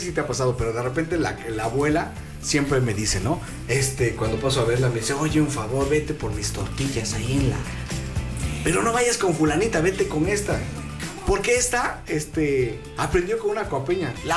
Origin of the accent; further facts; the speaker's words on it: Tehuacán, Puebla, Mexico; en mi pueblo hay semillas